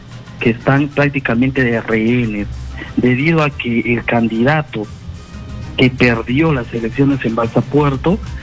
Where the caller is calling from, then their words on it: Tarapoto, San Martín, Peru; Estoy llamando desde Tarapoto, San Martín.